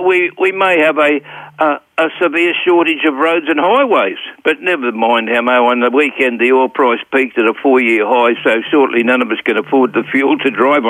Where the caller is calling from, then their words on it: Gladstone, Queensland, Australia; here from the city of Gladstone, the best-kept secret in Aussie.